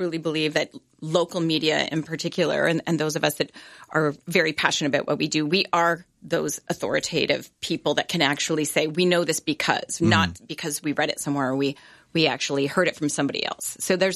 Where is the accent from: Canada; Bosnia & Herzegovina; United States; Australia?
Canada; Cobourg, Ontario; moved away as an adult; I was born and raised here, actually small town girl, not far from here. I grew up in Cobourg.